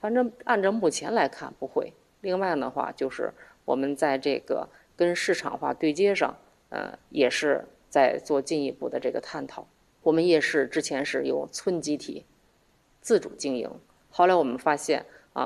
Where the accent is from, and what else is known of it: China